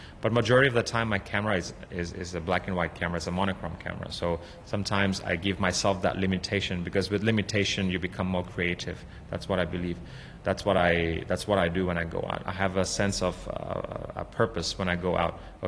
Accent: Hong Kong; I was born and bred here. I've seen Hong Kong transform from the 80s until now.

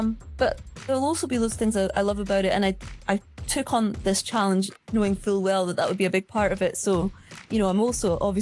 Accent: Scotland, United Kingdom; I'm from Dumfries and Galloway

